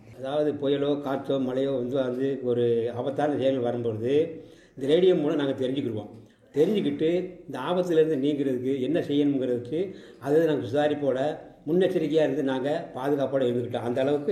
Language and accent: Tamil; Jogilpatti, Tamil Nadu, India; நான் ஜோகில்பட்டி என்ற கிராமத்தில் 1950 பிறந்தேன்.